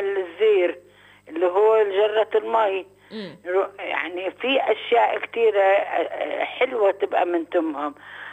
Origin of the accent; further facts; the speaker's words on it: Nablus, West Bank, Palestine; طب أنا بنت نابلس وعايشة في نابلس وأم الدنيا